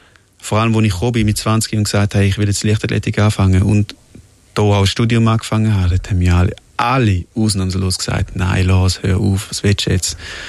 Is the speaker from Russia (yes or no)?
no; Switzerland; Aber ich bin Schweizer, ich bin mega stolz und für mich ist es mega schön gewesen, da aufzuwachsen, und ich will auch da bleiben.